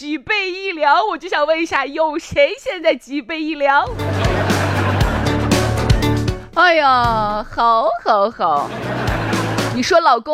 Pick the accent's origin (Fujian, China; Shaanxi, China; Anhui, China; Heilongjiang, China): Shaanxi, China; accent: Shaanxi dialect; 你知道我们陕西话里边有一些很多叠词听起来是很可爱的